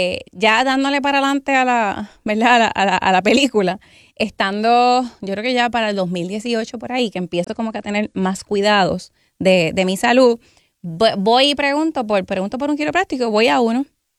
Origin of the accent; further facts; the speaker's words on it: Morovis, Puerto Rico; soy de Morovis, hija de Wilmer y Ruti.